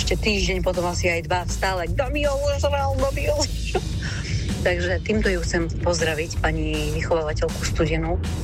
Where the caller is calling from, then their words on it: Žilina, Žilina Region, Slovakia; s pozdravom … zo Žiliny.